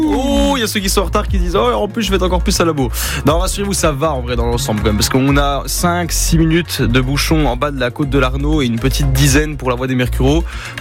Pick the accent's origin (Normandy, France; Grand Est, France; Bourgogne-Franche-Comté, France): Bourgogne-Franche-Comté, France; mon accent, hein, je viens du coin.